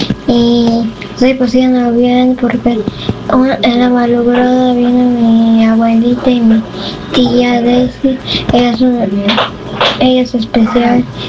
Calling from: Lima, Peru

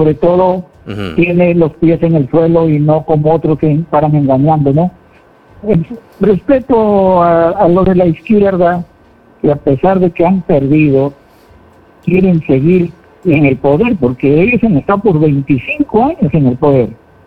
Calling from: Peru

